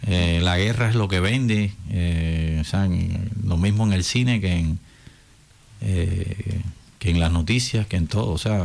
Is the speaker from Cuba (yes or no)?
yes; Cuba; Eso es lo que se siente como cubano allí, porque hay mucho cubano pidiendo guerra para Cuba desde afuera.